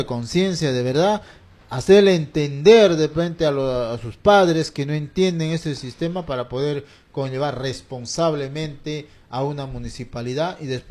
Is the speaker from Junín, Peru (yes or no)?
yes; Pichanaki, Junín, Peru; yo soy de Pichanaki